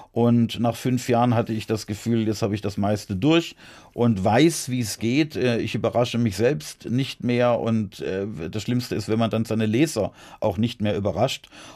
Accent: Heilbronn, Baden-Württemberg, Germany; Ich glaube, ich 88 erstmals in meiner Heimatstadt Heilbronn als unabhängiger Kandidat zur Landtagswahl angetreten.

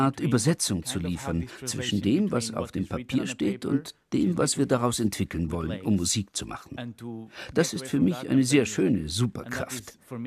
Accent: Turkey; Ich komme aus der Türkei. Wir haben dort, würde ich sagen, zu den sozialen Medien eine sehr starke Verbindung.

